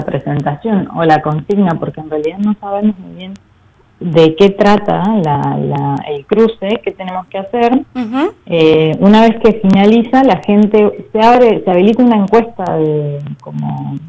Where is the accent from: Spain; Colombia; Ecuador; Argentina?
Argentina; Santa Cruz